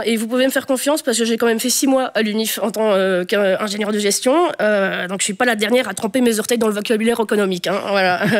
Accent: Namur, Wallonia, Belgium; Moi, je suis d'Amiroise

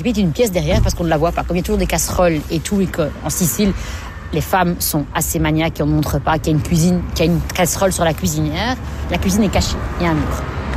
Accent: Belgium; Moi, je suis belge maintenant et j'ai grandi ici, je suis née ici.

